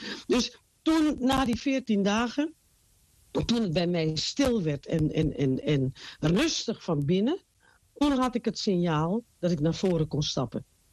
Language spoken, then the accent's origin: Dutch; Paramaribo, Suriname; now in Netherlands; Ik ben geboren in Abrabroodje in Suriname. Ik kom uit een van de armste wijken van Paramaribo.